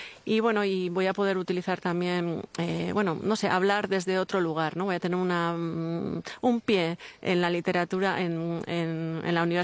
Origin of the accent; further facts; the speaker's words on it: Basque Country, Spain; first language Basque; Yo soy bilingüe prácticamente desde que nací, a pesar de que, como tú ya has dicho, ni mi padre ni mi madre hablaban euskera, algo bastante habitual en el País Vasco